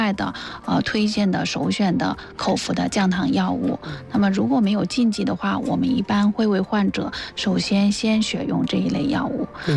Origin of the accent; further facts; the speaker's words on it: China; 就比较适合我们中国人的。